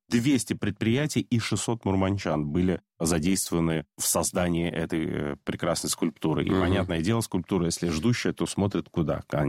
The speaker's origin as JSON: {"language": "Russian", "town": "Novy Urengoy", "region": "Yamalo-Nenets Autonomous Okrug", "country": "Russia", "tie": "born or raised there", "moved": "yes", "said": "я вырос в Ямало-Ненецком автономном округе, в городе Новый Уренгой"}